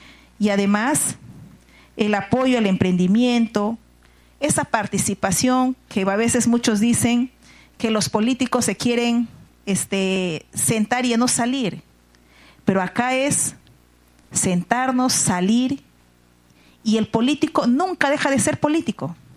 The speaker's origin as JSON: {"language": "Spanish", "region": "San Martín", "country": "Peru", "said": "Yo tengo 51 años, de la que me siento sumamente orgullosa. He estado en política, como decimos en mi pueblo, desde muy huambra, porque yo vengo de la región San Martín, zona selva"}